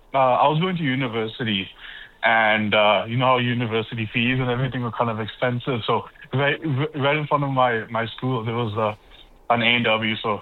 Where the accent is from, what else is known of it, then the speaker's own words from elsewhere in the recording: Edmonton, Alberta, Canada; moved away as an adult; also born or lived in Moncton; now in Newfoundland, Canada; So in Edmonton, Alberta, I was born and brought up there. I was there until the age of 25. What brought me out east, and originally I landed in Moncton, New Brunswick